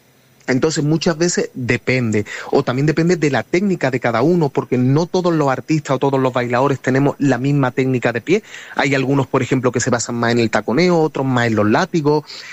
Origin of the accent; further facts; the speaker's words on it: Granada, Andalusia, Spain; mi forma, como antes hablábamos, de Granada, porque yo soy de Granada, del barrio del Sacromonte, que también la gente allí pueda disfrutar en Ponferrada del flamenco de mi tierra, de las cuevas, de mi cueva del Arrocío.